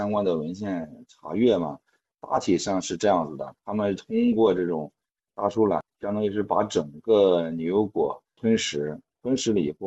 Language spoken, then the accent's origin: Chinese; China